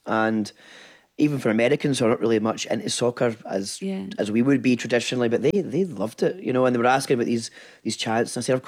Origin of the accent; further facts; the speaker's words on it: Mossend, Scotland, United Kingdom; my hometown in Moss End, in the parish of Holy Family Moss End